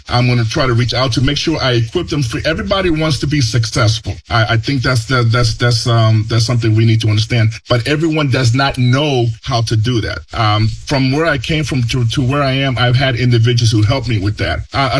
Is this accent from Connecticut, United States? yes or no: no; Chicago, Illinois, United States; English is a second language; So English is my second language. It was very, very hard for me. I would tell a story every chance and anybody allows me to do it. I had a teacher in high school told me, if you want to be successful, because I grew up in the projects of Chicago